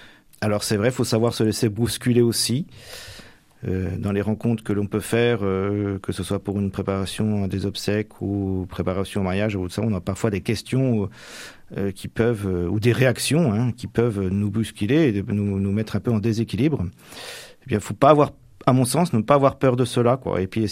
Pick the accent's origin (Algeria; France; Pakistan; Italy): France; Normandy; je suis vraiment originaire de la Manche, même si je suis originaire du Nord-Manche, mais ma région natale, le Val-de-Serre, on se rend compte qu'il y a la terre et la mer. Quand moi, j'habitais Quétou, j'étais dans le monde rural